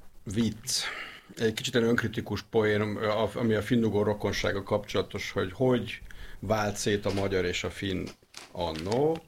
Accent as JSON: {"language": "Hungarian", "country": "Hungary"}